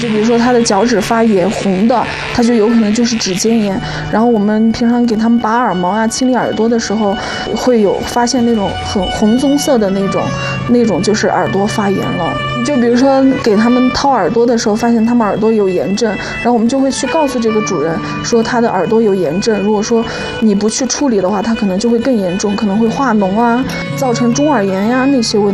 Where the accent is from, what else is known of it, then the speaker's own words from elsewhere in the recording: Lhasa, Tibet, China; 然后我是拉萨本地的，然后也是在这边开宠物店。